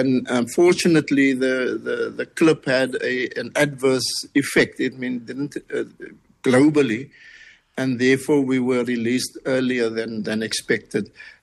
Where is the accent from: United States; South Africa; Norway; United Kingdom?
South Africa; the fact that I was from South Africa